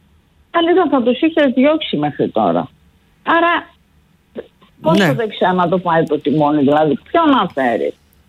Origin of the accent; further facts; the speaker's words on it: Northern Greece, Greece; ειδικά εμένα που είμαι και από τη Βόρειο Ελλάδα